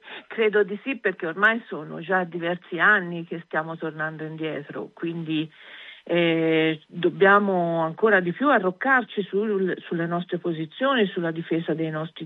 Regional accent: Siena, Tuscany, Italy; Io sono di Siena, quindi io sono già rientrata a casa, no?

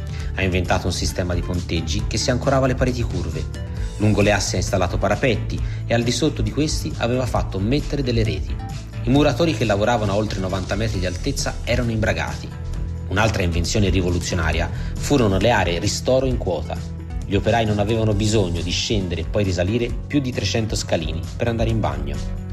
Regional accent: Florence, Tuscany, Italy; da buon fiorentino sono molto orgoglioso della cupola del Duomo.

